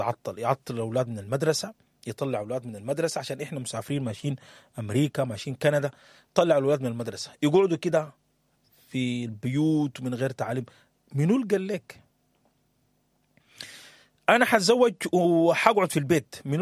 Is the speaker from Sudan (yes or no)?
yes; Sudan; moved away; لنا كسودانيين